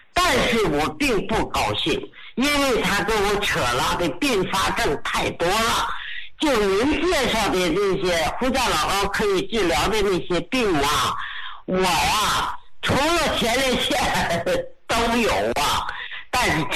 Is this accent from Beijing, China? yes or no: yes; Beijing, China; 我先说我是北京的